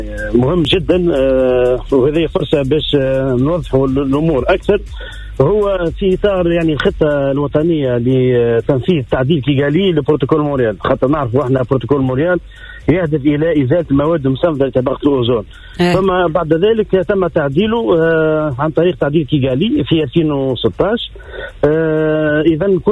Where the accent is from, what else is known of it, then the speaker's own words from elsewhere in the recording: Tunisia; احنا عندنا في تونس